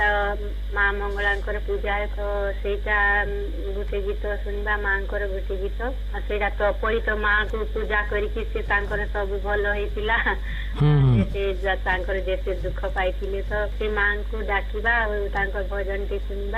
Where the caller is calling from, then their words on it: Bargarh, Odisha, India; ଆଜ୍ଞା ମୁଁ ବରଗଡ଼ରୁ